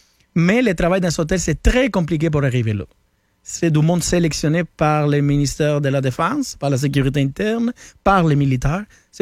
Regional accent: Cuba; moved away as an adult; J'ai quitté Cuba en 2014. À peu près 30 ans, là. 30, 31 ans, là. J'ai vécu là-bas.

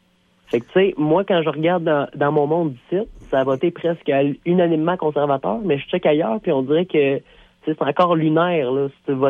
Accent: Quebec City, Quebec, Canada; j'ai grandi à Charlebourg, là.

